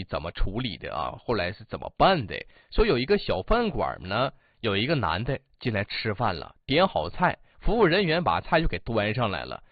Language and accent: Chinese; Northeast China, China; 我们东北这边习惯把吃饭叫做干饭